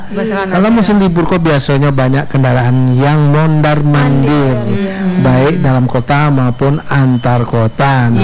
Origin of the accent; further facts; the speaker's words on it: West Sumatra, Indonesia; Minangkabau itu di kampung gua